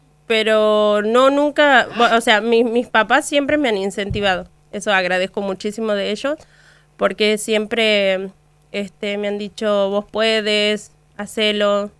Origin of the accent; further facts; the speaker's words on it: Santiago del Estero, Argentina; soy la única santiagueña que está ahí